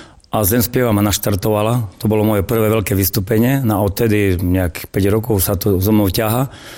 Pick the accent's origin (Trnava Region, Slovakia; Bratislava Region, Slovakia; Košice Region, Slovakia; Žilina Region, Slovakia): Košice Region, Slovakia; keď sme Zemplínčania